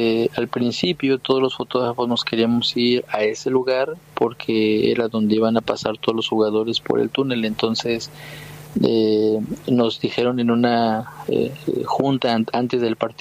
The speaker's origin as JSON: {"language": "Spanish", "country": "Mexico", "said": "Pues mira, obviamente, pues como mexicano quiero que siempre le vaya bien a México, ¿verdad?"}